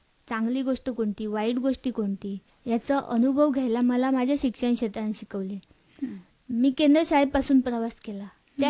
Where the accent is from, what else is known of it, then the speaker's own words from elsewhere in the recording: Madkhol, Maharashtra, India; माझं गाव माडखोल दडाखोऱ्याच्या कुशीत वसलेलं.